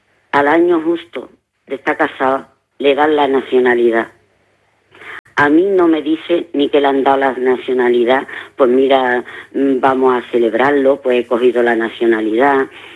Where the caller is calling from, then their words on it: Andalusia, Spain; yo sin entender ni gota árabe, que yo soy española, soy andaluza.